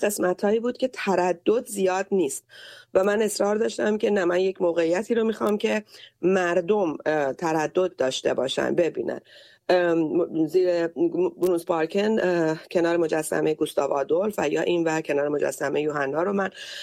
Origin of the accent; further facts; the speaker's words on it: Iran; moved away; تک تک ما ایرانی های ایران دوست و عاشق سرزمینمون